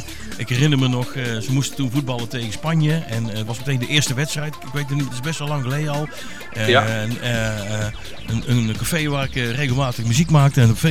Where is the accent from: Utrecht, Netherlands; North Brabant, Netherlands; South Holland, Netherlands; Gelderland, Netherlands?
North Brabant, Netherlands; Kijk, ik kom uit Brabant en hier hebben we natuurlijk Volkel.